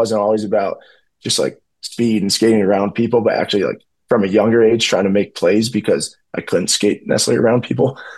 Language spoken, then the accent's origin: English; Chicago, Illinois, United States; Every Sunday, I'm from Chicago. I'm a diehard Bears fan.